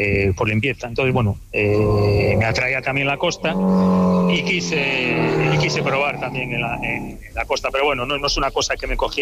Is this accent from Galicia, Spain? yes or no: yes; Galicia, Spain; Yo, los cursos fluviales en algunos ríos gallegos, sí. Bueno, en mi pueblo tenemos un par de ríos.